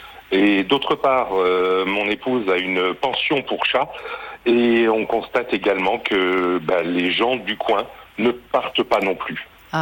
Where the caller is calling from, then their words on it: Sète, Occitanie, France; j'habite à Sète, lieu touristique s'il en est